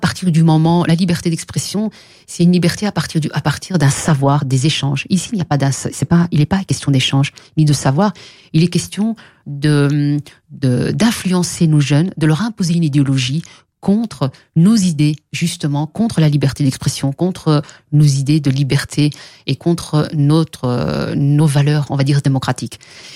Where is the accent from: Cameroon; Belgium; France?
Belgium; chez nous en Belgique